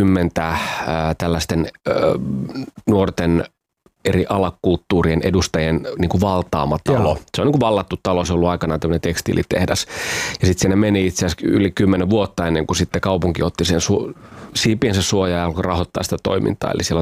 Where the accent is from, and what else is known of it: Pori, Satakunta, Finland; born or raised there; also born or lived in Kuorevesi